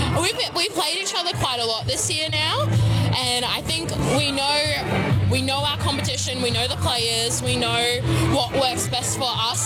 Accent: Brisbane, Queensland, Australia; moved away as an adult; also born or lived in Papunya; now in Alice Springs, Australia; So I was born and raised in Brisbane though, just mum wanted a different life for me.

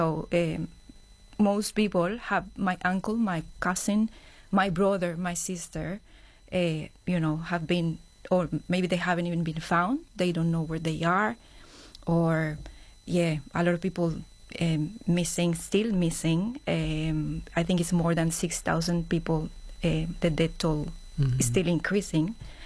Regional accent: Colombia; now in Townsville, Australia; I'm from Colombia.

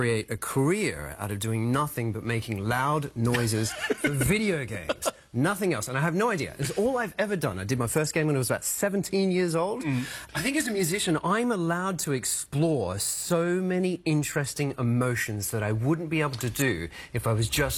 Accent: Rockhampton, Queensland, Australia; also born or lived in Mackay / Moranbah / Capella; I was born in Mackay, then I grew up a little bit in Moranee, which is just outside of Moranee. Then I grew up in Capella, and then Rockhampton.

